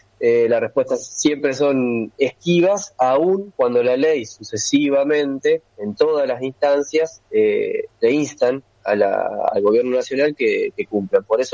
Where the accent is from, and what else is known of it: Argentina